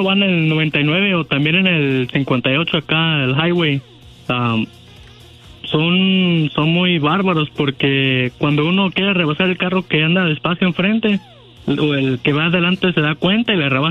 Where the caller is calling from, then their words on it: Bakersfield, California, United States; ando llamando de Bakersfield, California.